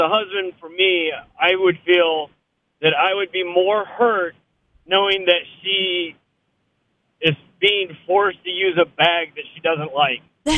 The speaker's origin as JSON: {"language": "English", "town": "New Haven", "region": "Indiana", "country": "United States", "said": "I'm from New Haven, Indiana."}